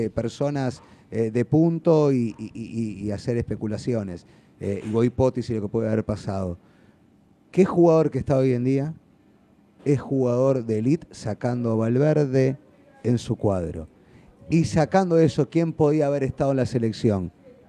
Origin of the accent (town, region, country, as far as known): Uruguay